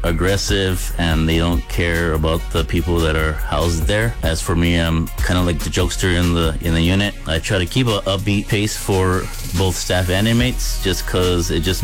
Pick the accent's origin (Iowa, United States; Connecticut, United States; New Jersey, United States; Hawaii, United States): Hawaii, United States; moved away; also born or lived in Albuquerque, New Mexico; I was born in Albuquerque and raised in Hawaii.